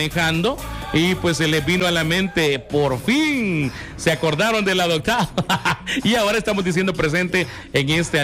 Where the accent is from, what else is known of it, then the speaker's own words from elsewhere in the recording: La Unión, El Salvador; de La Unión, donde yo soy originario, de Usulután